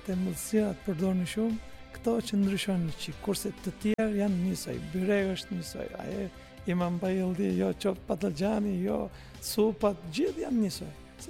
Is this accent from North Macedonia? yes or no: no; Istanbul, Turkey; now in Albania; Kam martuar në Turqi, është nga Izmiri është. Ajo, unë jam nga Stambulli, edhe kemi i njohim nga Turqia